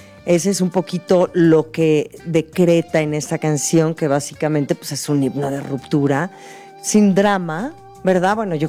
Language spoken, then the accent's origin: Spanish; Mexico; que podamos seguir celebrándonos como mexicanos.